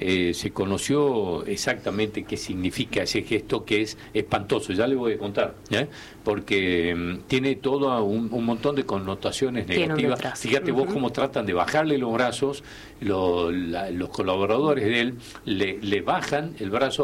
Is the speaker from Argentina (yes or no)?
yes; Argentina; independientemente de lo que nos toca sufrir como argentinos